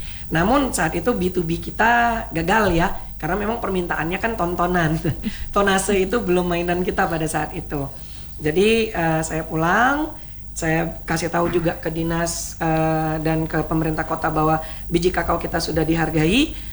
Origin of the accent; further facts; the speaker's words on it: Sabang, Aceh, Indonesia; Dia bilang, Bapak dari mana? Tentu saya bilang saya dari Aceh. Tapi kalimat yang paling menarik itu dia bilang gini, Aceh di mananya? Di Sabang.